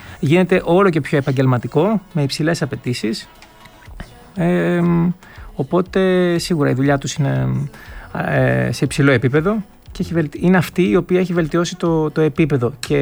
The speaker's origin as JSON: {"language": "Greek", "country": "Greece"}